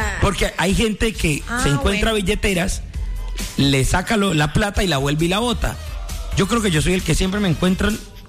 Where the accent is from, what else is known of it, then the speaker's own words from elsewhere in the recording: Cali, Valle del Cauca, Colombia; Yo soy colombiano, de Cali, del Valle del Cauca.